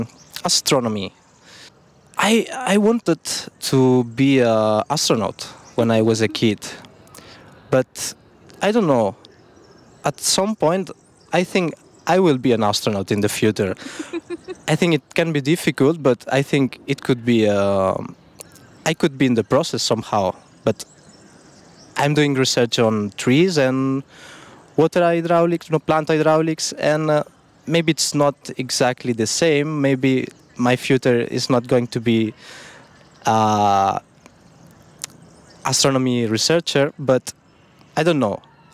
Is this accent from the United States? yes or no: no; Sant Vicenç de Castellet, Catalonia, Spain; also born or lived in Marganell; in the middle of Catalonia, so in the northeastern part of Spain. I was a really curious kid from San Vicente de Castellet. Well, I was born in Marganells. It's a very close town from Bages, so the center of Catalonia.